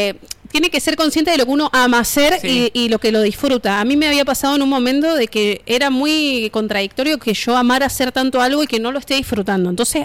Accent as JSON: {"language": "Spanish", "town": "Río Gallegos", "region": "Santa Cruz", "country": "Argentina", "said": "Soy de acá."}